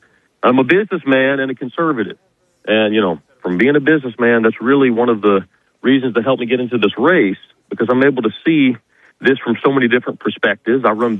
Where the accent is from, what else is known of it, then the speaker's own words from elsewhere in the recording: Baton Rouge, Louisiana, United States; I'm born and raised in Louisiana. I have been in the Baton Rouge area since I was about 4 or 5 years old. And first and foremost, I'm a Christian.